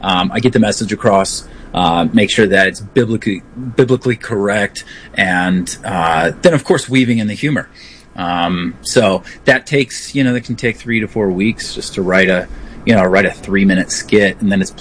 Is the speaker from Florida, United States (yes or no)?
yes; Tampa, Florida, United States; now in Philadelphia, United States; And I was raised in a Baptist church, and I'm from Tampa, Florida originally, moved up to Philadelphia for work.